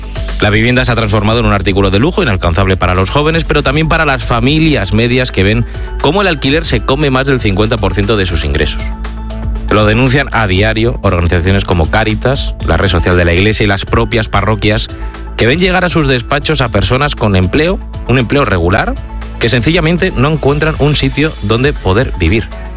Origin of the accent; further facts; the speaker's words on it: Spain; Ahora bien, yo como tantos españoles no me chupo el dedo.